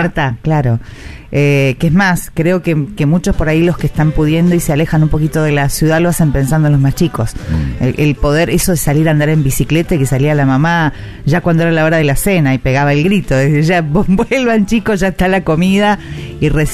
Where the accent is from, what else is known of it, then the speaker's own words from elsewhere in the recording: Tupungato, Mendoza, Argentina; Y yo crecí en Tupungato, campo.